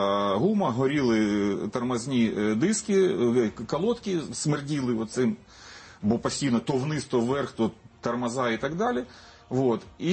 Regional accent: Crimea, Ukraine; now in Kyiv, Ukraine; І інше місце, яке просто зриває дах, це Тарханкут. Ми з Тарханкут.

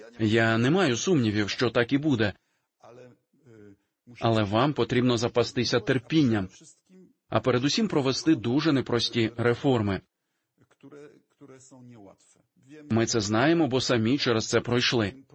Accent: Poland; У Польщі, в моєму рідному місті

